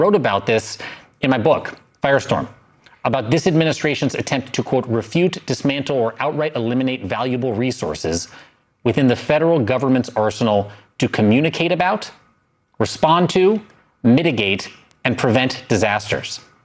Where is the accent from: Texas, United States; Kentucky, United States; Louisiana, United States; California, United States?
California, United States; Los Angeles; now in New York, United States; my hometown of Los Angeles